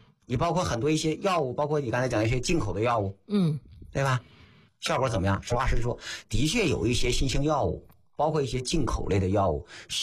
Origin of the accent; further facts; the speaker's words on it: China; 中医不就是咱们国家的宝贵传统医学，不就中医，中国人自己的医生吗？